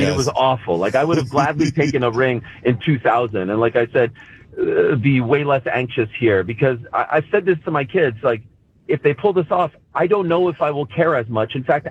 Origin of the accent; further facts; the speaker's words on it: Montreal, Quebec, Canada; moved away; I grew up in Montreal